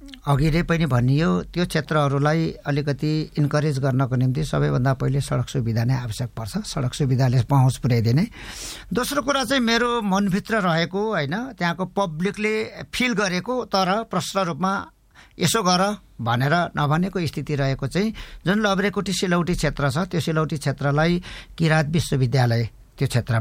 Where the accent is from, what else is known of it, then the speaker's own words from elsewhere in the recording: Koshi Province, Nepal; छुट्टै राज्य हुँदाखेरि भारत सिक्किम र नेपालको सिमाना जोडिएको ठाउँलाई चाहिँ तिन सिमाना भन्छ, त्यो मेरो गाउँमा पर्दछ।